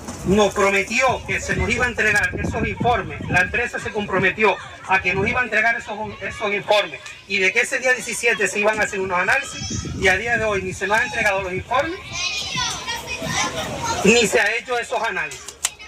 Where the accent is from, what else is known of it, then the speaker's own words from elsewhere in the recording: Santa Cruz de Tenerife, Canary Islands, Spain; Porque yo soy de Santa Cruz, vivo en Güímar, ¿y qué hago yo en Chimiche?